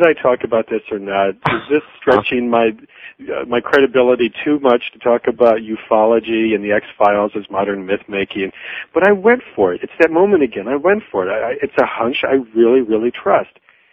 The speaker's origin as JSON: {"language": "English", "region": "Michigan", "country": "United States", "tie": "born or raised there"}